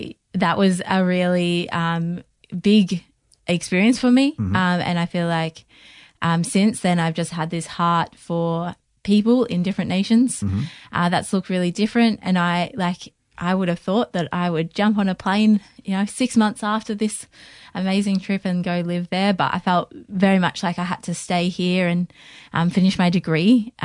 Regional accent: Australia; I'm from Australia.

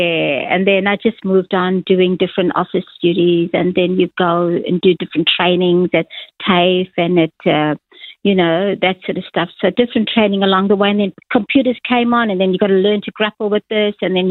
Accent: Durban, KwaZulu-Natal, South Africa; I was born in Durban in 1958. Uh-huh. And that's where I was raised, yeah.

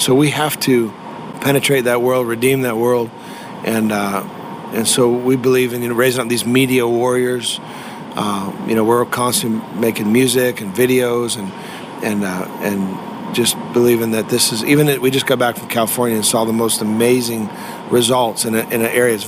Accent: Australia; I don't think we've had our Australians yet. So we're calling from the Thunder Down Under, calling for them to come on up and join us.

